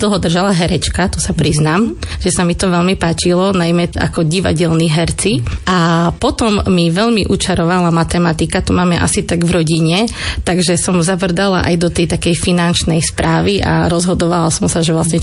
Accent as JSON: {"language": "Slovak", "town": "Stará Ľubovňa", "region": "Prešov Region", "country": "Slovakia", "tie": "born or raised there", "said": "Ako moji rodičia rozprávajú, ja som jediná rodina Ľubovňanka, keďže moji rodičia sú taký, nazvala by som to východniarský mix, ja sa vždy smejem, že ja som čistý Šarišan, lebo moja mamka je zo Spiša a ocko je z Abova a presne v strede je Šariš, takže som čistý Šarišan."}